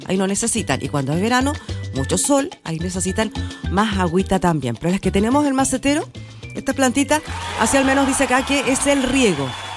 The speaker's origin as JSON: {"language": "Spanish", "town": "Carampangue", "region": "Biobío", "country": "Chile", "said": "Mira, soy de Carampangue y por acá llueve."}